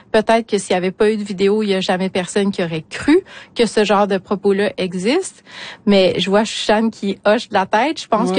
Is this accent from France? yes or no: no; Quebec City, Quebec, Canada; j'ai grandi à Québec, donc hors communauté